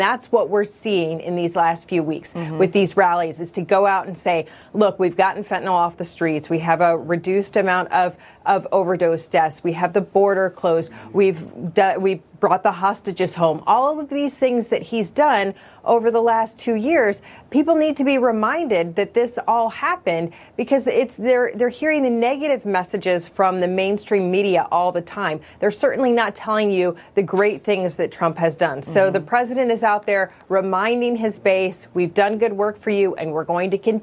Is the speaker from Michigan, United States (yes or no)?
yes; Michigan, United States; my home state of Michigan